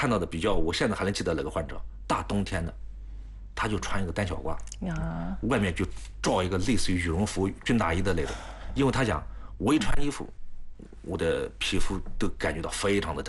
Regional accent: China

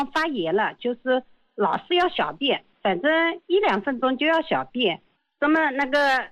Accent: Xiaoshan, Zhejiang, China; 我是萧山的

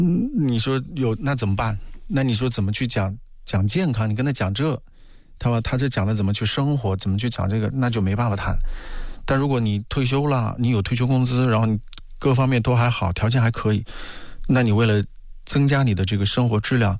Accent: China

